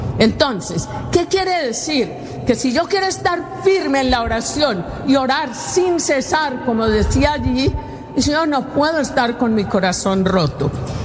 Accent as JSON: {"language": "Spanish", "country": "Colombia", "said": "Y no solo allí en Centroamérica, aún en mi tierra, en Colombia."}